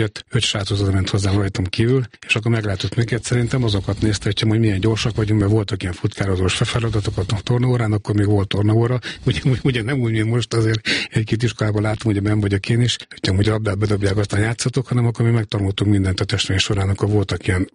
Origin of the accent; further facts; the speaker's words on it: Miskolc, Borsod-Abaúj-Zemplén, Hungary; born there; Miskolcon születtem 1965-ben